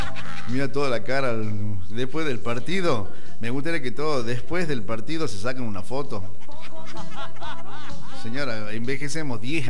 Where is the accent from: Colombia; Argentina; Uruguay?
Argentina; nos unimos todos los argentinos. Es lo único que nosotros los argentinos nos une